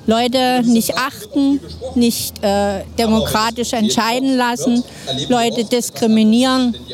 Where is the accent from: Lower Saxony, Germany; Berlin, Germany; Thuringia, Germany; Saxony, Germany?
Thuringia, Germany; Bad Langensalza; Ich komme aus Bad Langensalza, bin bei den Omas gegen Rechts